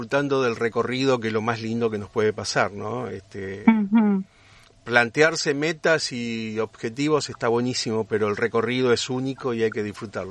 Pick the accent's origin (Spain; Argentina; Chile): Argentina; Entre Ríos